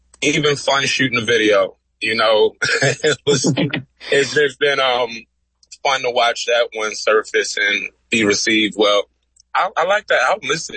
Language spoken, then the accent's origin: English; Baltimore, Maryland, United States; moved away; Me, I'm from Baltimore